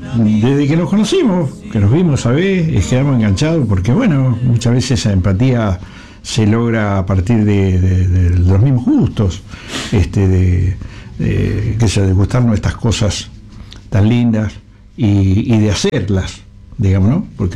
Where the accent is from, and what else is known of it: Villa Gobernador Gálvez, Santa Fe, Argentina; born or raised there